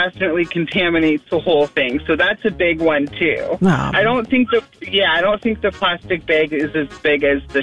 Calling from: Bellingham, Washington, United States; I'm calling from Bellingham.

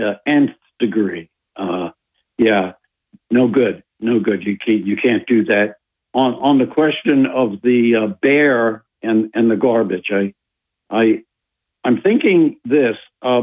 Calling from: Binghamton, New York, United States; from Binghamton.

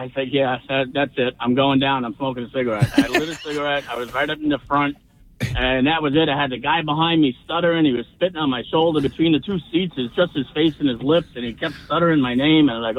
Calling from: New York City, New York, United States; accent: New England sounding; I'm from Brooklyn.

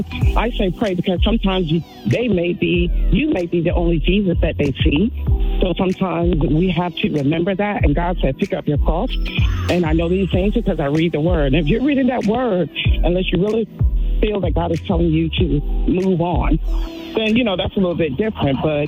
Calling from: Alexandria, Virginia, United States; I'm calling from Alexandria, Virginia.

